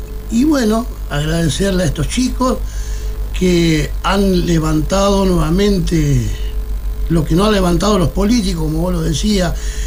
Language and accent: Spanish; Argentina